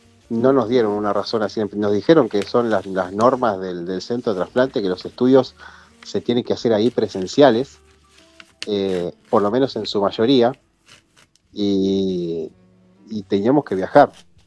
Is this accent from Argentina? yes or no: yes; Bariloche, Río Negro, Argentina; nosotros somos de Bariloche, Río Negro